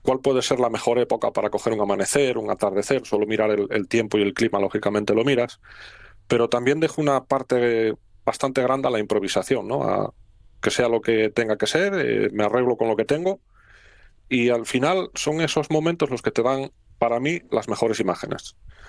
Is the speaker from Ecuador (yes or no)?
no; Asturias, Spain; Yo soy asturiano y quiero mucho a mi tierra y a mi patria